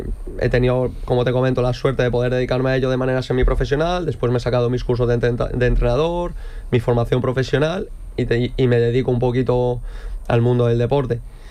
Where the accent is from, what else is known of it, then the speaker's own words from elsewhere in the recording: Community of Madrid, Spain; now in Jerez, Spain; Yo soy madrileño. Estoy, como yo digo, adoptado aquí en Jerez, y la verdad que me he vuelto una persona enamorada de esta tierra.